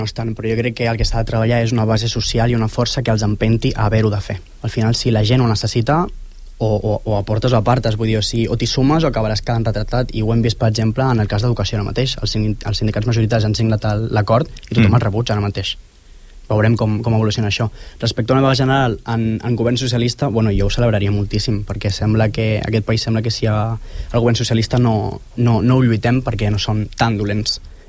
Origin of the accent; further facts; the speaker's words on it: Sant Boi de Llobregat, Catalonia, Spain; Jo soc de l'Assemblea d'Habitatge, soc de Sant Boi, què et preocupa?